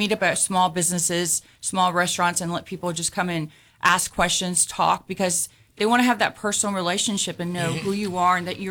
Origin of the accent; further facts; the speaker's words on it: Corpus Christi, Texas, United States; I am born and raised in Corpus Christi.